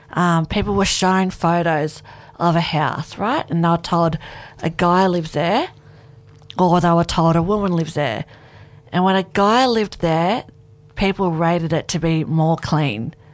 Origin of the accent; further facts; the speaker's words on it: Ulladulla, New South Wales, Australia; moved away as an adult; also born or lived in Cairns, Queensland; now in Northern Rivers, Australia; I grew up in Ulladulla. Mm. My husband grew up in Ulladulla. We both went to Ulladulla High.